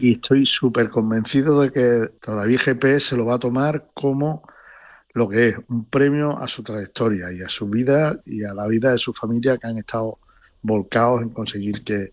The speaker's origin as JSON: {"language": "Spanish", "region": "Andalusia", "country": "Spain", "said": "somos andaluces todos, tío. Es que los andaluces somos y vivimos de una manera distinta al resto del mundo."}